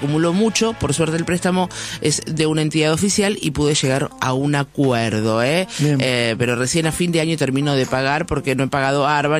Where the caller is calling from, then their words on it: Lanús, Buenos Aires Province, Argentina; de Lanús, soy docente, tengo 3 préstamos